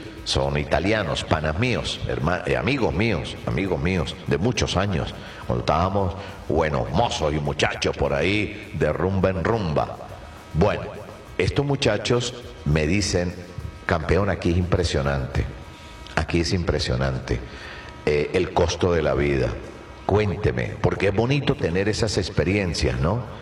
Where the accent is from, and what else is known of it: Venezuela